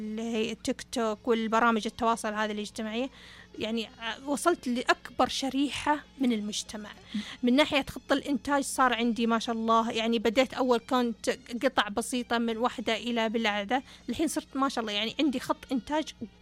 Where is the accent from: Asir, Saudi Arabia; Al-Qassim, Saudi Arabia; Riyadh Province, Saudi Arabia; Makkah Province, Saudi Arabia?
Asir, Saudi Arabia; بما أن عندنا هنا في منطقة عسير